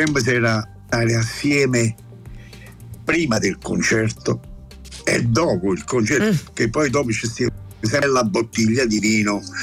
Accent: Naples, Campania, Italy; accent: Neapolitan; Quando io penso qualcosa, io penso in napoletano. Sempre. E per non perdere l'accento, mi metto davanti allo specchio e parlo in dialetto.

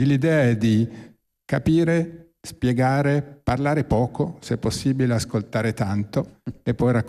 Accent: Ticino, Switzerland; accent: Ticinese dialect resembling Lombard; first language Ticinese dialect (Lombard-like); Io, la mia lingua madre è un dialetto che assomiglia a un dialetto lombardo. In realtà a Milano capiscono che non sono un lombardo ma che sono un ticinese, però a Pontechiasso si parla come a Chiasso

